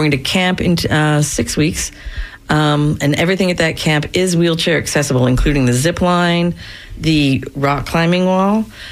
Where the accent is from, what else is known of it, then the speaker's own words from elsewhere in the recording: Canada; moved away; I'm Canadian.